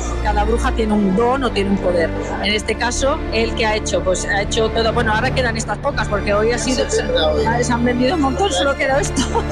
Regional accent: Barcelona, Catalonia, Spain; also born or lived in Olesa de Montserrat; nosotros somos de Barcelona.

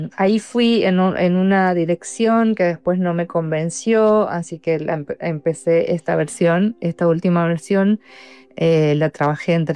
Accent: Entre Ríos, Argentina; la provincia de donde soy yo, de Entre Ríos

